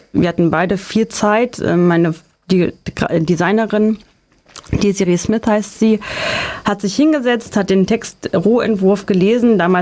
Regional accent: Neu-Eichenberg, Hesse, Germany; komme aus Neu-Eichenberg.

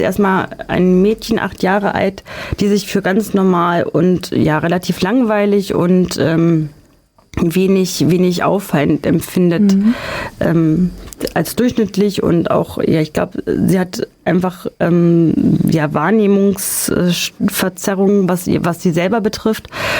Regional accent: Neu-Eichenberg, Hesse, Germany; komme aus Neu-Eichenberg.

